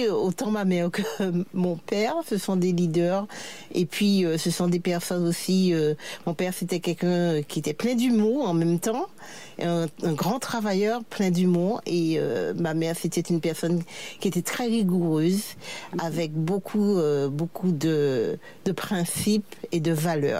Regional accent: Rivière-Salée, Martinique, France; Pour ma part, j'ai grandi à Rivière-Salée

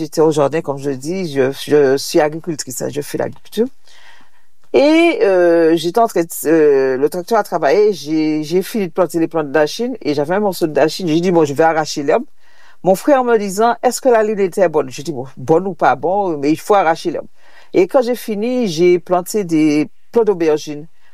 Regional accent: Martinique; la seule chose que je voulais, c'était rentrer chez moi, en Martinique.

